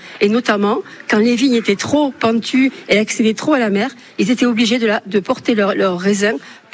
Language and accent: French; Banyuls-sur-Mer, Occitanie, France; Nous sommes d'ici, nous sommes nés ici, nous avons...